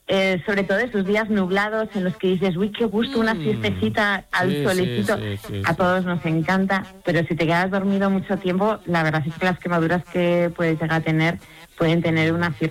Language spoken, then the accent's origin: Spanish; Spain; porque somos españoles.